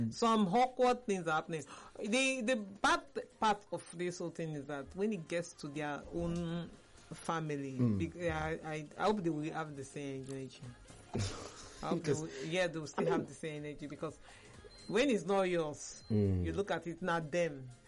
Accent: Nigeria; I'm a Nigerian.

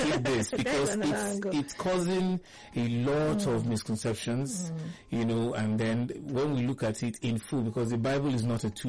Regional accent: Nigeria; English is a second language; We're classed as English being the second. Our mother tongue is, Nigeria is classed as a country with first language being the mother tongue. Then English is like second.

